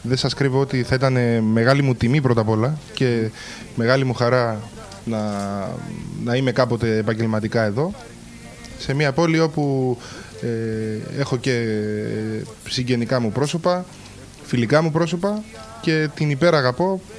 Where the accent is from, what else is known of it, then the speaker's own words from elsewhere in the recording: Limassol, Limassol District, Cyprus; Η καταγωγή μου είμαι από την Κύπρο.